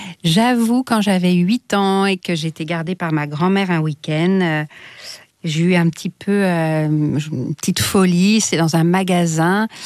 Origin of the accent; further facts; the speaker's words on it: Rennes, Brittany, France; Ah oui, je suis née à Rennes, j'habitais dans un petit village à côté de Rennes.